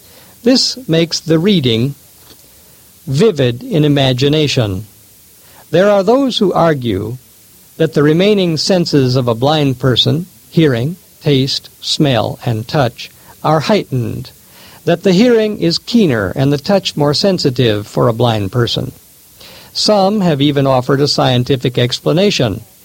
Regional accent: Midwest, United States; I grew up in the Midwest, a place where there is plenty of space.

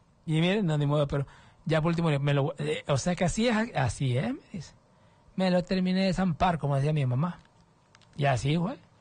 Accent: Tegucigalpa, Francisco Morazán, Honduras; Allá hay como 4 kilómetros antes de las trancas, le digo yo, en Tegucigalpa.

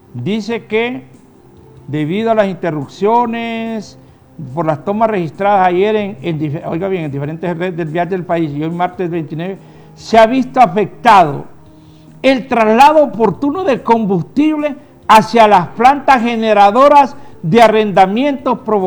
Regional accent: Tegucigalpa, Francisco Morazán, Honduras; born there; Los que somos de Tegucigalpa, nacidos en Tegucigalpa

